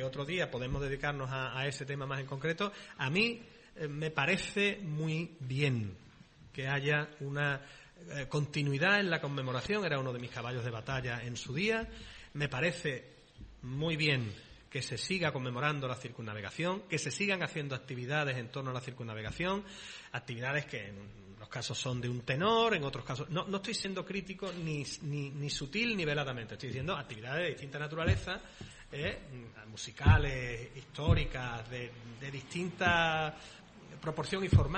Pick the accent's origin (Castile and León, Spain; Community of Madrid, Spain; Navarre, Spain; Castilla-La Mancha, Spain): Navarre, Spain; Pamplona; Yo que soy totalmente de Pamplona, por más que a mí me guste el norte